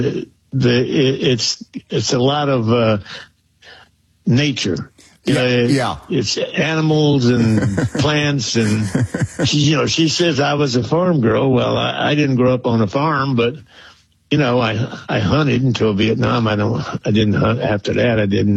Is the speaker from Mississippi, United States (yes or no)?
no; Georgia, United States; My heritage, the South, growing up in Georgia.